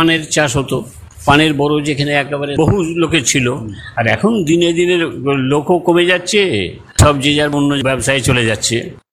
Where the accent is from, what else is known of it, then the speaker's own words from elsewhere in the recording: West Bengal, India; সকল দেশে সেরা আমার জন্মভূমি, বাঁধ দিয়ে ঘেরা, দামোদর ঘেরার ভেতরে যেভাবে আমাদের কষ্ট করে বড় হতে হয়েছে, আমরা ঘরের ছেলে ঘরেতেই রয়েছি